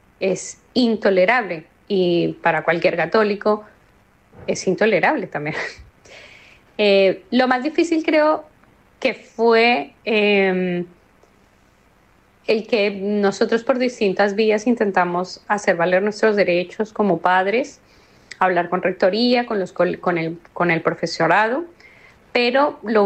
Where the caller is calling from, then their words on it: Colombia; de Colombia